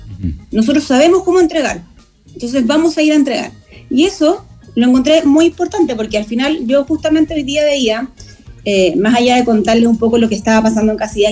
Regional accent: Chile; mostramos lo mejor de nosotros como chilenos

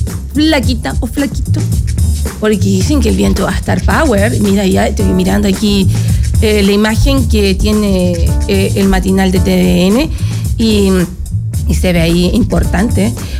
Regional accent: Santiago, Santiago Metropolitan Region, Chile; soy santiaguina

